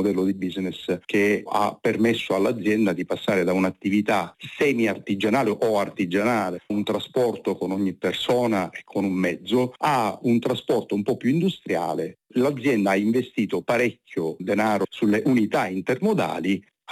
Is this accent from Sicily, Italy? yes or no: yes; Sicily, Italy; essendo siciliani eravamo più specializzati verso le destinazioni siciliane